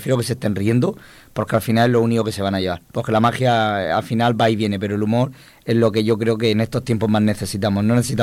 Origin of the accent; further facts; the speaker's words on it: Alicante, Valencian Community, Spain; Pues en mi pueblo, en Alicante, en el escenario con 8 años o por ahí